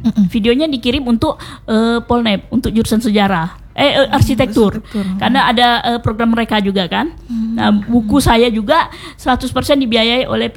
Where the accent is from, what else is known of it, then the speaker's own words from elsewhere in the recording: Pontianak, West Kalimantan, Indonesia; Besarnya di Jeruju.